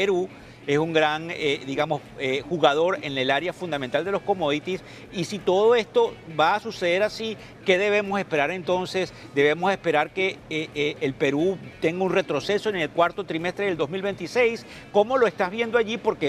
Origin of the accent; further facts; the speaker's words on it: Venezuela; now in United States; yo soy venezolano, y me gustaría tocar el tema de la percepción de mi país, porque para mí, pues obviamente no hay neutralidad alguna. Soy nacionalizado americano, pero vengo de mis raíces venezolanas